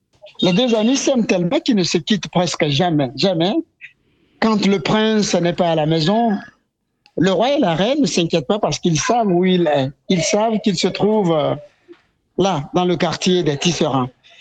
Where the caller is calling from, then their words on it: Lomé, Maritime, Togo; Alors, le Togo est un petit pays d'Afrique de l'Ouest.